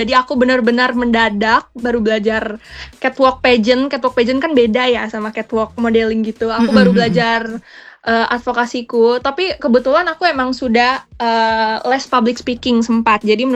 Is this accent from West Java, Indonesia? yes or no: yes; West Java, Indonesia; mama aku kan orang Jawa Barat ya kak, orang Sunda, jadi aku mau mewakili Jawa Barat gitu.